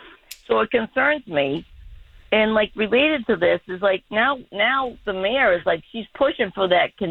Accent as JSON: {"language": "English", "region": "Massachusetts", "country": "United States", "tie": "born or raised there", "lives_now": "Ipswich, United States", "said": "I grew up north of Boston."}